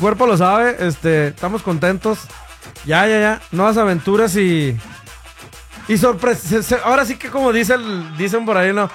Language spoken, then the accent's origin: Spanish; Mexico; Como buen mexicano, yo comencé desde muy morrillo a tomar café.